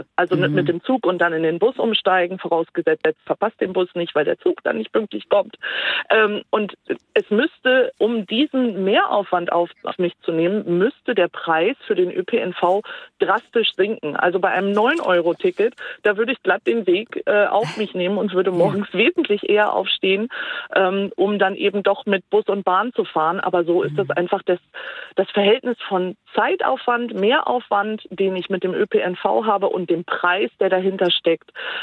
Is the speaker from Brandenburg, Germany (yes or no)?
no; North Rhine-Westphalia, Germany; Ja, also ich komme aus dem Norden von Nordrhein-Westfalen, also im Kreis Steinfurt. Das ist eine sehr ländliche Region.